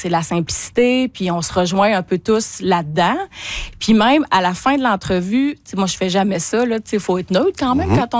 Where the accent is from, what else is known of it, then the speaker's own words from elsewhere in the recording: Quebec, Canada; Oui, mais donc moi, je viens de la Côte-Nord.